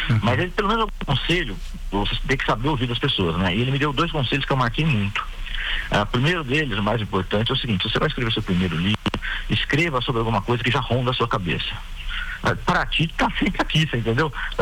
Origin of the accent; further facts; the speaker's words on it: Lorena, São Paulo, Brazil; eu sou de Lorena, na perto de Aparecida, aqui em São Paulo mesmo, né? Pertinho de Paraty, 1h30 de Paraty.